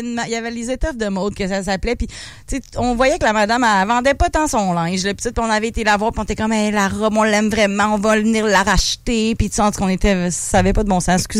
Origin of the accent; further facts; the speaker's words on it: Quebec City, Quebec, Canada; born there; Puis à côté de chez nous, à Saint-Émile, il y avait un genre de maille.